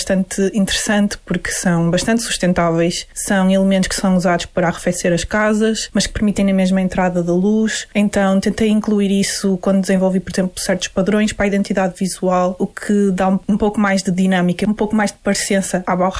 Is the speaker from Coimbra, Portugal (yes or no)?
no; Porto, Portugal; now in Faro, Portugal; tenho 34 anos de idade, sou originalmente do Porto, mas estou emprestada aqui a Faro